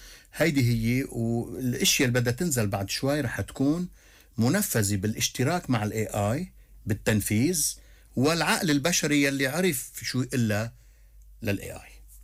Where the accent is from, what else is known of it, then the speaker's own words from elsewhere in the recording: Achkout, Keserwan-Jbeil, Lebanon; الحب ما بيموت. ضيعتنا عشقوت.